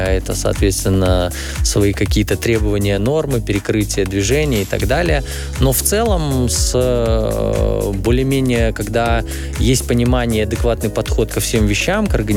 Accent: Braslaw, Vitebsk Region, Belarus; мы сами из Браслава.

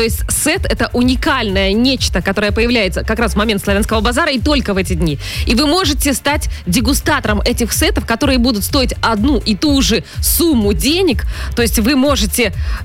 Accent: Belarus; мы, белорусы

